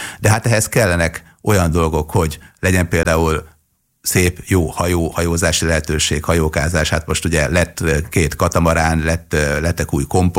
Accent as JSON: {"language": "Hungarian", "town": "Sopron", "region": "Győr-Moson-Sopron", "country": "Hungary", "tie": "born or raised there", "said": "Sopron is egy igazi ékszerdoboz szerintem, vagy a szülővárosom"}